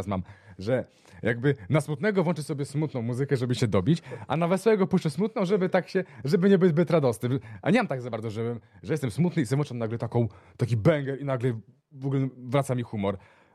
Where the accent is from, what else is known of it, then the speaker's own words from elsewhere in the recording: Warsaw, Masovian Voivodeship, Poland; Ja jestem z Mokotowa.